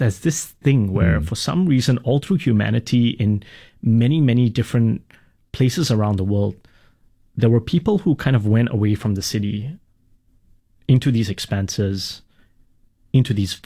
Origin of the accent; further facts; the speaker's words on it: Singapore; I'm not sure if it's my personality or because I grew up in Singapore, but my tendency is to be very solutions-oriented.